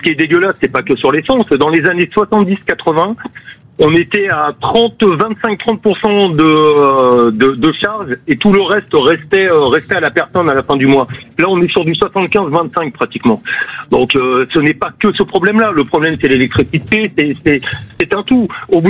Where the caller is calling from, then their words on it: Pau, Nouvelle-Aquitaine, France; je vous appelle de Pau.